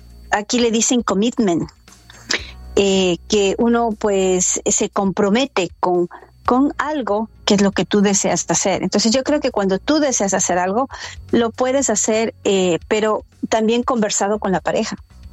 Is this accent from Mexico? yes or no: no; Ecuador; now in United States; yo nací acá, pero me crié en el Ecuador.